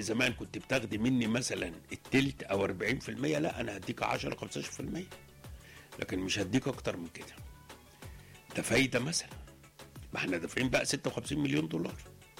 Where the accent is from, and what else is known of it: Egypt